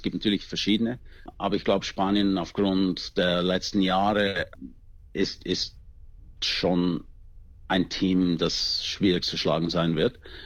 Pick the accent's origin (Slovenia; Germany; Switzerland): Switzerland; Als Schweizer